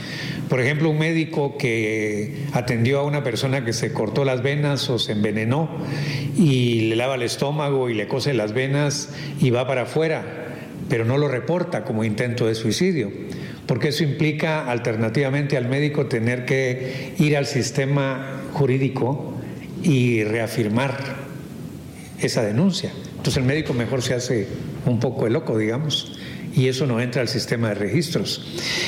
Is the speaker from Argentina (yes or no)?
no; Guatemala